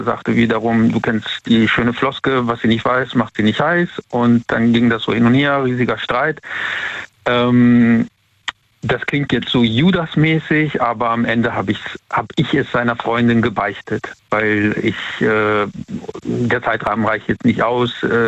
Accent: Siegburg, North Rhine-Westphalia, Germany

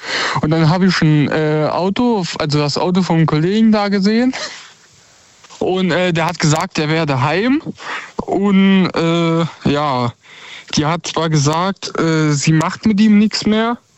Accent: Saarland, Germany; Ich komme aus dem Saarland.

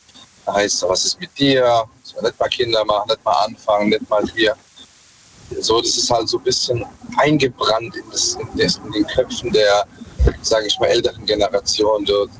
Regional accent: Mannheim, Baden-Württemberg, Germany; Aus Mannheim.

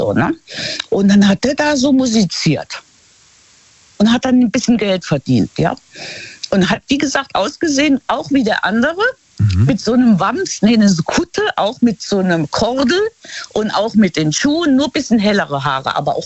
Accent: Luxembourg; dieses Gemeindekaffee heißt das bei uns in Luxemburg

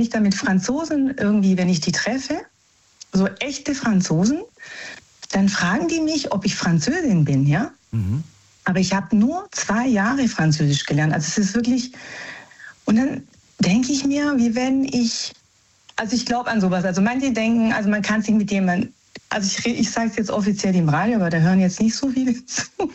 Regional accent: Naples, Campania, Italy; Also wir sind Frankreich-Fan, aber wir sind eigentlich Italiener, also aus Neapel. Wir stammen aus Neapel.

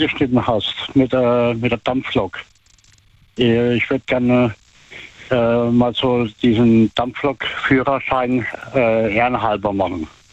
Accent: Lohr, Bavaria, Germany; mal mitzufahren von Lohr, meinem Heimatort, runter nach München.

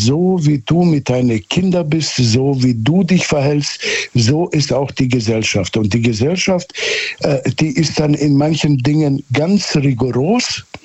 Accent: Southern Germany, Germany; Also ich weiß, ich bin quasi auf dem Dorf aufgewachsen in Süddeutschland.

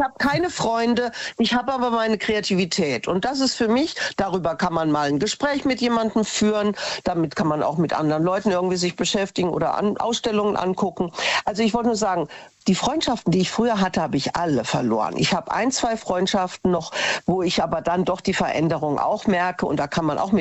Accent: Hesse, Germany; eine Frau kannte ich schon früher von Hessen, wo ich herkomme.

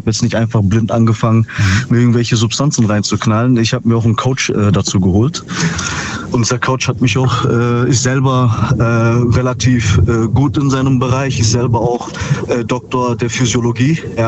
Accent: Ravensburg, Baden-Württemberg, Germany; Aus Ravensburg.

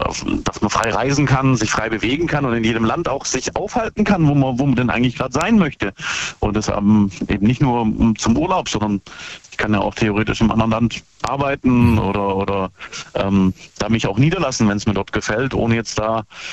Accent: Brackenheim, Baden-Württemberg, Germany; Hey, ich komme aus Brackenheim.

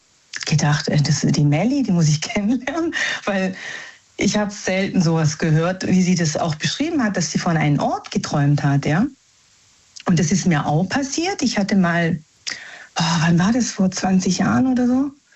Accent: Germany; born there; Also wir sind eigentlich Italiener, ne? Also in Deutschland geboren. Also italienische Familie.

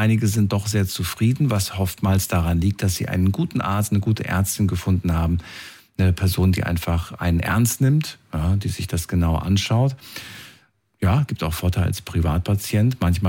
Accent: Germany; born there

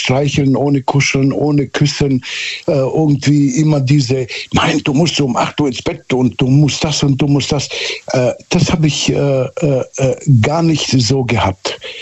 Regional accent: Southern Germany, Germany; also ich bin quasi auf dem Dorf aufgewachsen. in Süddeutschla

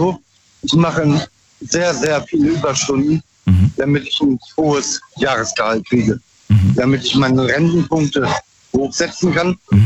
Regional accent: Bruchsal, Baden-Württemberg, Germany; Ich komme aus Bruchsal.

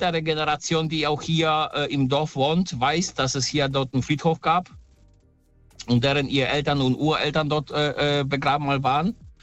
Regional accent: Poland; born there; Ich habe, ich komme ursprünglich aus Polen, also ich bin gebürtig in Polen.

